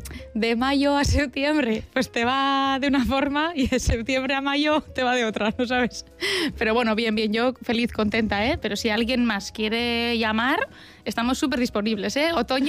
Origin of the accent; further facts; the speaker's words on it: Durango, Basque Country, Spain; la semana que viene toco en mi pueblo, en la programación de verano de mi pueblo, y me hace pues muchísima ilusión. Sí, sí, en Durango.